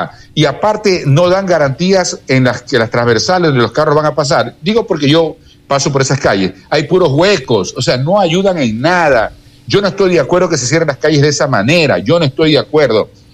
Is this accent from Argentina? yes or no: no; Quevedo, Los Ríos, Ecuador; Ahora somos ciudad, somos la ciudad de Quevedo